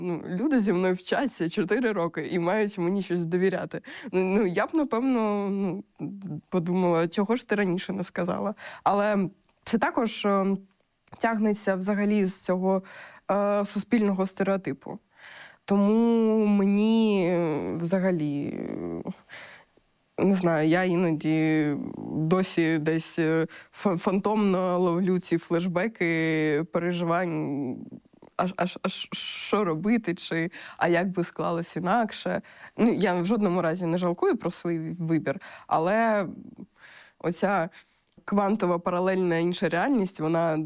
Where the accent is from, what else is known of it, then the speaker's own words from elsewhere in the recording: Simferopol, Crimea, Ukraine; і я з Сімферополя.